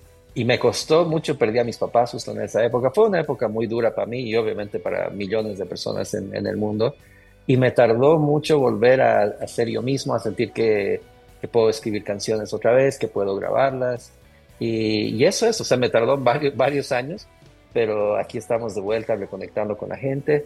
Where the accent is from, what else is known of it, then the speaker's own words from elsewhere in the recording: Cochabamba, Bolivia; yo empecé el 2009 en Bolivia, yo soy boliviano, en Cochabamba, Bolivia.